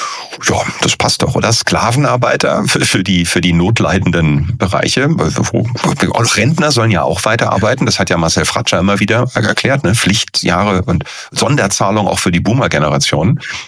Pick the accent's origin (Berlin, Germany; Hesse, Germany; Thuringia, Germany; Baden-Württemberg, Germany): Berlin, Germany; dass du da in Zehlendorf aufgewachsen bist in Berlin. Das bin ich ja auch.